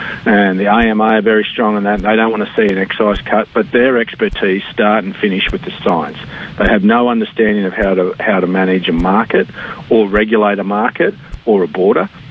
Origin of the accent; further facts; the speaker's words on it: Dalby, Queensland, Australia; my hometown Dalby